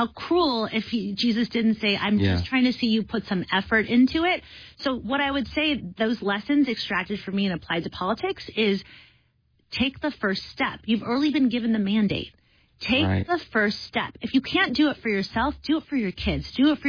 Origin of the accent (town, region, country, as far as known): United States